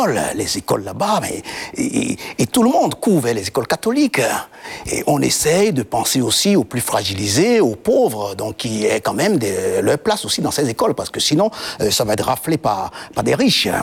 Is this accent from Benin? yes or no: yes; Parakou, Borgou, Benin; born there; Et maintenant, chaque fois que je vais au Bénin, comme je suis né à Parakou, c'est sur la route, je m'arrête là en semaine.